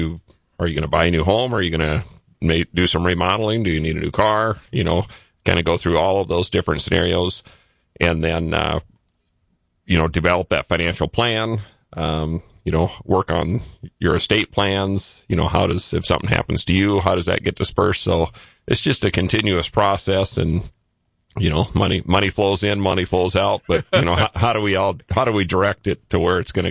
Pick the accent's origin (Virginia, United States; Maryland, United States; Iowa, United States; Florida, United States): Iowa, United States; Rock Rapids; also born or lived in Alexandria, Minnesota; now in Sioux Falls, United States; Born in Alexandria, Minnesota. I grew up in Rock Rapids, Iowa, and been in Sioux Falls here the past 30-some years.